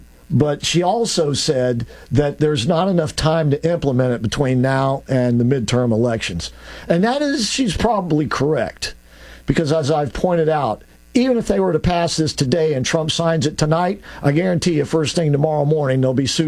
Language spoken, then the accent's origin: English; Georgia, United States; born there; now in Florida, United States; because I was born in Georgia, I actually had to send back to the county where I was born to get an official birth certificate.